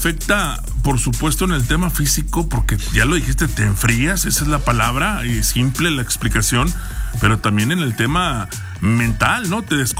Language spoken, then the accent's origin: Spanish; Mexico